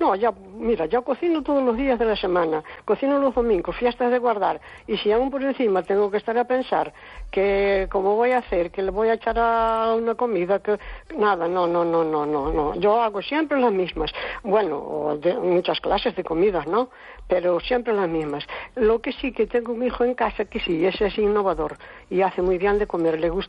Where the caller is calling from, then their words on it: Cespón, Galicia, Spain; de Cespón.